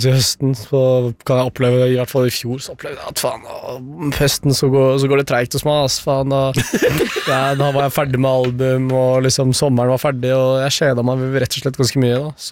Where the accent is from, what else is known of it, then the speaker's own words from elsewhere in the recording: Oslo, Norway; vi er jo fra Oslo på en måte